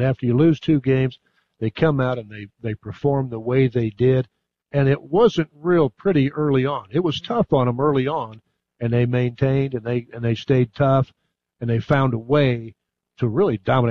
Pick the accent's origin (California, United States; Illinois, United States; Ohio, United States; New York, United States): Illinois, United States; Jacksonville; I grew up in Jacksonville.